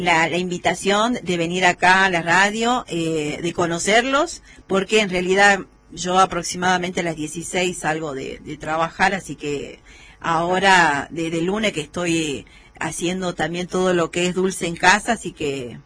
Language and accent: Spanish; Palpalá, Jujuy, Argentina; soy de Palpalá